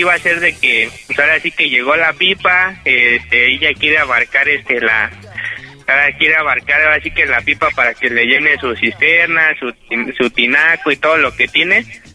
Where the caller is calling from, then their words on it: Temascalapa, State of Mexico, Mexico; Estamos en el municipio de Temascalapa, Estado de México, aquí en las orillas de Hidalgo